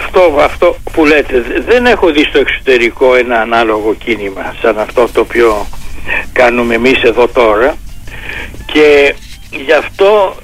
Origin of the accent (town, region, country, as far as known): Greece